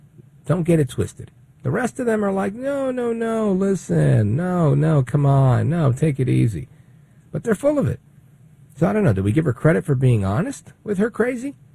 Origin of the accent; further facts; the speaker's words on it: Brooklyn, New York, United States; born there; My parents are from Puerto Rico. I was born in Brooklyn, but we one big, happy Puerto Rican family.